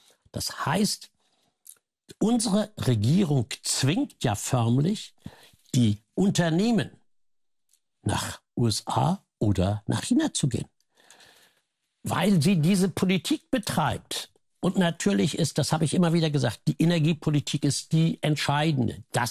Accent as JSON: {"language": "German", "country": "Germany", "said": "wir wollen das als Deutsche nicht."}